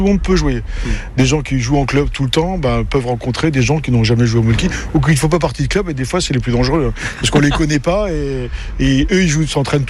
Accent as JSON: {"language": "French", "region": "Normandy", "country": "France", "said": "Mais comme on est normand, donc on est champion du monde, forcément."}